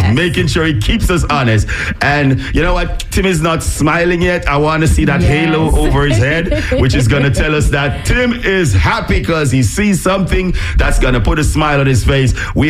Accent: Jamaica; You know me, I'm all Jamaican. I will jack up words.

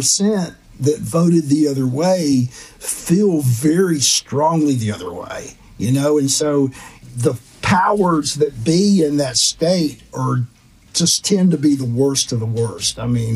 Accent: Alabama, United States; my home state is obviously, there's a lot of bad things you can say about Alabama, but there's also some really good things

